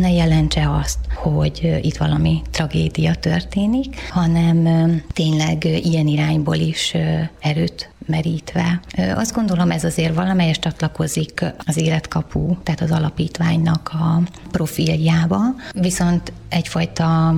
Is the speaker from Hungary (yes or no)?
yes; Gyula, Békés, Hungary; Gyulaiként ez szinte elkerülhetetlen, mert azért ez egy picike város. Itt nagyon gyorsan terjed az információ, közösségi média nélkül is.